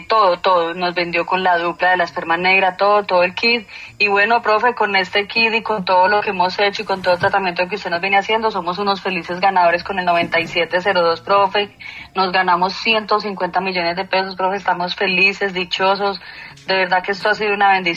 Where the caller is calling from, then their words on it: Medellín, Antioquia, Colombia; lo estoy llamando de por acá, de la ciudad de Medellín.